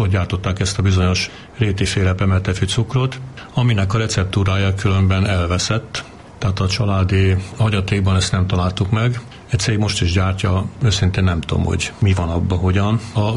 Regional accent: Alsóörs, Veszprém County, Hungary; Így gyerekeskedtem a gyógyszertár környékén Alsősön

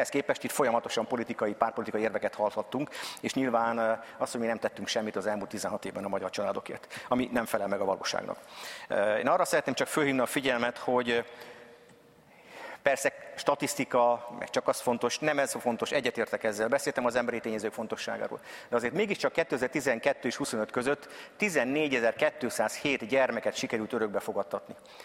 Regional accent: Budapest, Hungary; én Csepelen nőttem föl, tehát ott jártam általános iskolában, akkor a gyerekkoromban fölkerültek a szüleim Budapestre, Csepelre

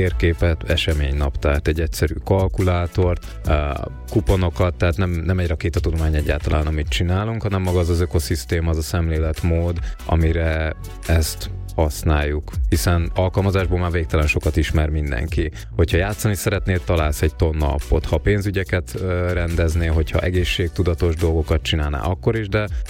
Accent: Great Hungarian Plain, Hungary; Hát én egy vidéki paraszt gyerek vagyok Alföldről, most töltöttem a 30-at

